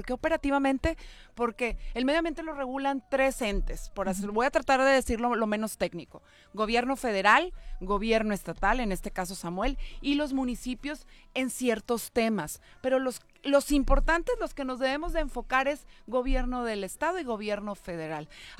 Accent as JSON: {"language": "Spanish", "region": "Nuevo León", "country": "Mexico"}